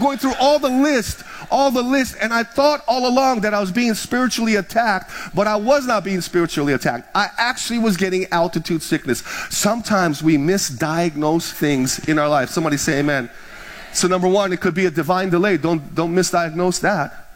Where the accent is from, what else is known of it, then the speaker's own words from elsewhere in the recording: Hawaii, United States; I'm from the Big Island, I've been to Mauna Kea, I know it's like 13,000, been to the summit.